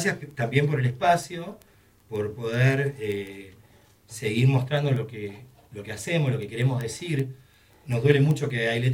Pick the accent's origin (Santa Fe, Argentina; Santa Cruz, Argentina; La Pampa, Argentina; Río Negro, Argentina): Santa Cruz, Argentina; Río Turbio; moved away; mi abuelo guitarreaba. Somos de Río Turbio nosotros.